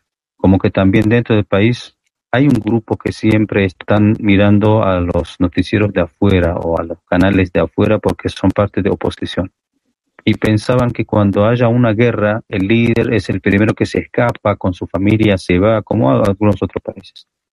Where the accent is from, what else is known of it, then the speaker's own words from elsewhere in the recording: Iran; decimos que somos de Irán